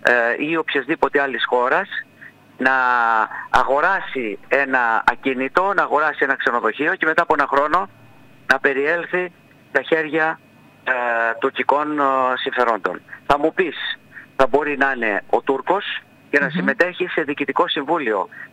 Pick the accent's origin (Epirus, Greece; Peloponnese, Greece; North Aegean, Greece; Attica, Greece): North Aegean, Greece; Samos; Είχα υποχρέωση απέναντι στην ιδιαίτερη πατρίδα μου, τη Σάμο, το Αιγαίο, να φανταστείς.